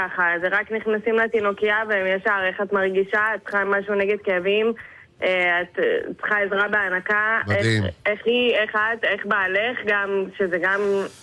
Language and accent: Hebrew; Haifa, Haifa District, Israel; אני עירונית, אני מחיפה.